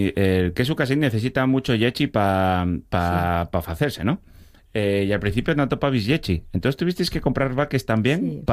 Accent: Asturias, Spain; ¿Cómo somos los asturianos?

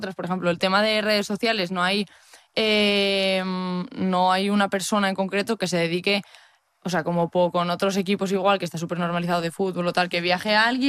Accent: Asturias, Spain; 3 catalanas y el resto somos de Asturias, todo

